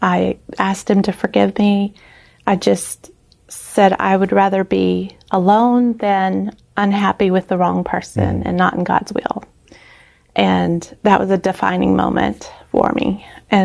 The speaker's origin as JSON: {"language": "English", "region": "Alabama", "country": "United States", "tie": "born or raised there", "also_born_or_lived": "Louisiana", "said": "my whole family's from Louisiana, but my dad had been transferred when my brothers were young, and we lived a total of 16 years in Alabama where I was born. When we moved back to Louisiana"}